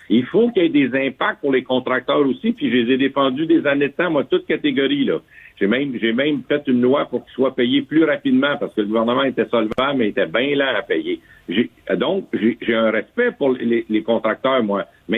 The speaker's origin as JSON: {"language": "French", "town": "Montreal", "region": "Quebec", "country": "Canada", "said": "Je suis un Montréalais dans l'âme. Je connaissais Montréal."}